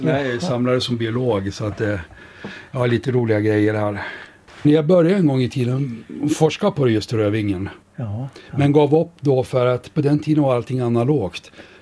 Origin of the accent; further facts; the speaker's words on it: Surahammar, Västmanland County, Sweden; born there; Jo, jag är ju född i Surahammar.